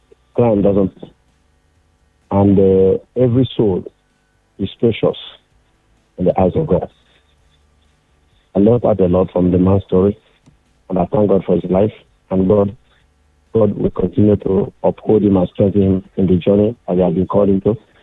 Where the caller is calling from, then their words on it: Lagos, Nigeria; I'm calling from Ikoyi.